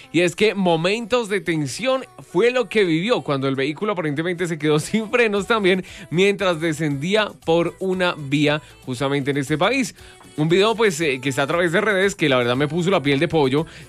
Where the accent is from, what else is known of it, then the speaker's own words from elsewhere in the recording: Boyacá, Colombia; Todos somos boyacenses.